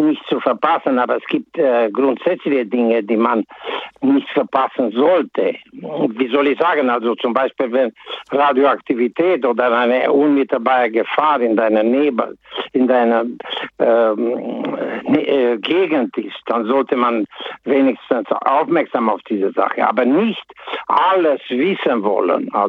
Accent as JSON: {"language": "German", "region": "Transylvania", "country": "Romania", "tie": "born or raised there", "moved": "as an adult", "lives_now": "Todtnau, Germany", "said": "Ich musste meine Heimat verlassen. Ich bin in Siebenbürgen geboren. Die Umstände waren so, dass ich das nicht mehr ausgehalten hatte. Und mehr oder weniger musste ich sie verlassen. Und dann bin ich nach Deutschland gekommen."}